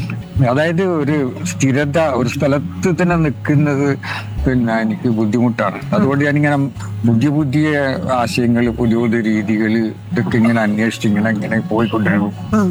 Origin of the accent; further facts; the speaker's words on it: Mahe, Puducherry, India; അവിടെയാണ്, മയ്യഴിയിലാണ്. അവിടുന്ന് ജനിച്ചു വളർന്ന നാട് അവിടുന്നല്ലേ ഞാനായത്. ഇപ്പൊ ഞാൻ മലയാളത്തിൽ എഴുതുന്നു, ആ മലയാളം പഠിച്ചത് പോലും ഞാൻ മയ്യഴിയിൽ വെച്ചിട്ടാണ്.